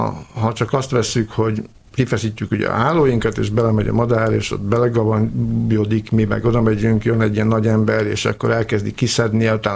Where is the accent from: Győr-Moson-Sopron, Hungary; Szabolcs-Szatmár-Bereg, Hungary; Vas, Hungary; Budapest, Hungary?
Budapest, Hungary; born or raised there